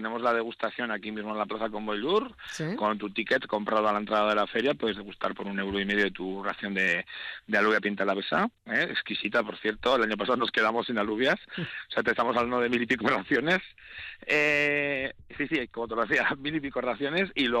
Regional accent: Basque Country, Spain; los que somos de Riberalta

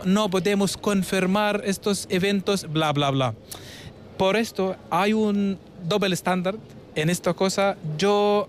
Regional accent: Ramallah, West Bank, Palestine; Spanish is a second language; moved away as an adult; now in Spain; soy de Ramallah, la ciudad muy famosa en Cisjordania

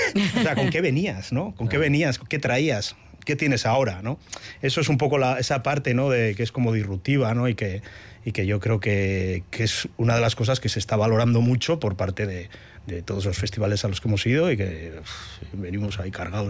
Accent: Pasaia, Basque Country, Spain; now in Irun, Spain; yo soy de Pasaya, pero llevo viviendo en Irún media vida

